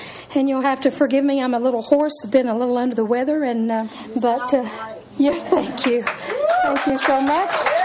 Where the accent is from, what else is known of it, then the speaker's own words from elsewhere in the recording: Bristol, Virginia, United States; And I'm originally from Bristol. Grew up right there on the edge of the Tennessee line on the Virginia side.